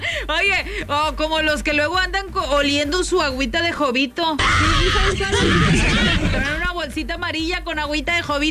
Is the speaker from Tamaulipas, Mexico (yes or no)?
yes; Altamira, Tamaulipas, Mexico; los que somos de Altamira vamos a entender ese olor exótico, de la maseca como a las 7:30 de la mañana.